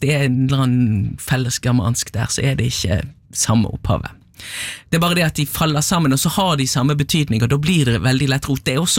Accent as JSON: {"language": "Norwegian", "town": "Bergen", "region": "Vestland", "country": "Norway", "said": "nå skal jeg som bergenser arbeide litt med å si skjeva."}